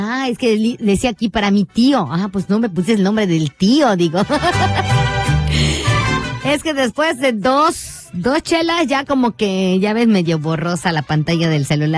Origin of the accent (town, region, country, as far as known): Mexico